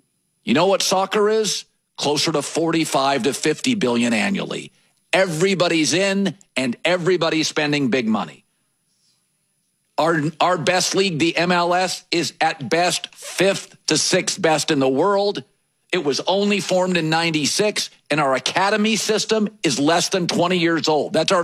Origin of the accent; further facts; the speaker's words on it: Pacific Northwest, United States; I grew up in the Pacific Northwest. Timber, Sounders, college programs. I like soccer. Mom was British.